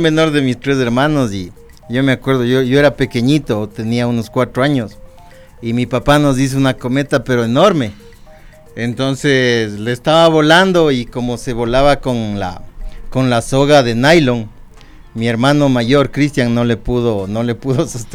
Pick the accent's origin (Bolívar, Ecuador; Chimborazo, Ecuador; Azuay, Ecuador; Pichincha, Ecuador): Pichincha, Ecuador; Quito; yo tengo 40 años. Yo sí me crié aquí en Quito, yo nací aquí. En mi infancia, cuando yo tuve entre los 8 y 10 años, nosotros vivíamos en el sur de Quito por Luluncoto.